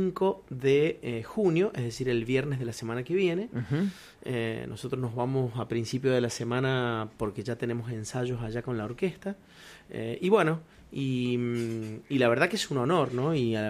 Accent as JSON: {"language": "Spanish", "region": "Cuyo", "country": "Argentina", "tie": "born there", "said": "Porque nosotros, los que vivimos en esta tierra y los que somos nacidos aquí en Cuyo"}